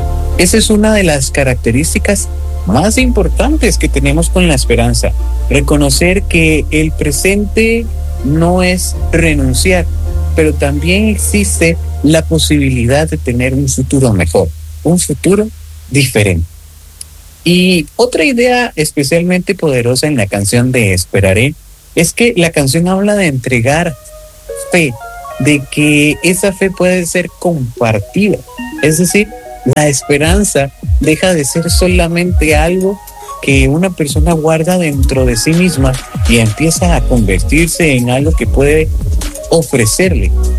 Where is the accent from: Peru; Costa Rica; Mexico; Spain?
Costa Rica; para nosotros como costarricenses